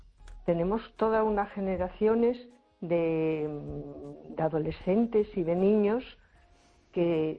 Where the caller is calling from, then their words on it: A Coruña, Galicia, Spain; Hola, buenas noches. … de Coruña.